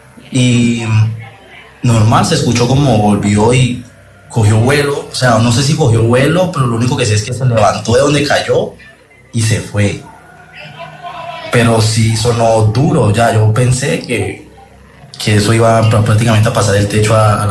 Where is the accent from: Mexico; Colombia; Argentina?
Colombia; Valle del Cauca; yo soy de aquí del Valle, yo soy del Valle de Cauca, ¿no? Saludos desde el Valle.